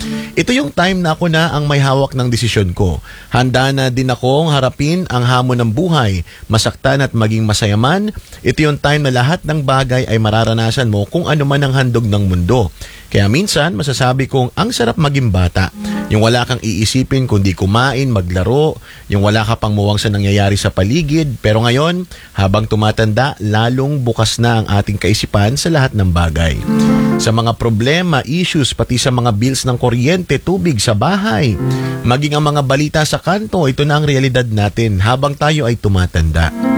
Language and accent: Tagalog; Lopez, Calabarzon, Philippines; moved away; nagsimula ako sa bayan namin sa Lopez.